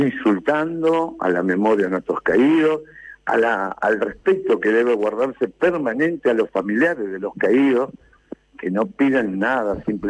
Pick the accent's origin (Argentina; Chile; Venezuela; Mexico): Argentina; lo importante que tenemos que hacer como ciudadanos, como argentinos, es sembrar conciencia